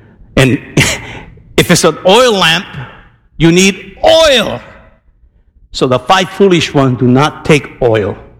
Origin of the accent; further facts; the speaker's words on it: Tijuana, Baja California, Mexico; Well, man, Jack, I'm a guy from Tijuana.